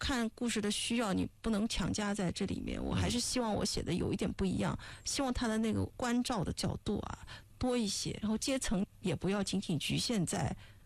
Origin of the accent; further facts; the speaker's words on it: southern China, China; 虽然我是南方人